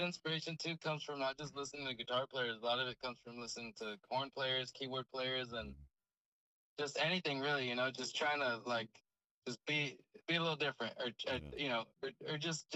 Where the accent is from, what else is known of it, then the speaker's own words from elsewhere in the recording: Fallbrook, California, United States; I'm from Fallbrook, California, which is in San Diego County.